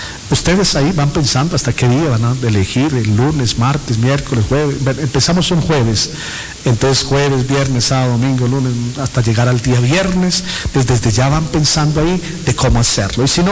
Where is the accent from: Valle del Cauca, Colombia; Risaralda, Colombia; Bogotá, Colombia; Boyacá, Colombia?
Boyacá, Colombia; Aquitania; now in Cucaita, Colombia; hay un diácono de mi pueblo, de Aquitania